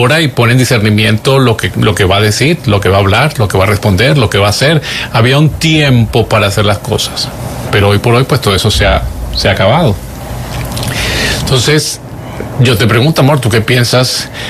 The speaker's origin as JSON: {"language": "Spanish", "town": "Caracas", "region": "Capital District", "country": "Venezuela", "tie": "born or raised there", "moved": "yes"}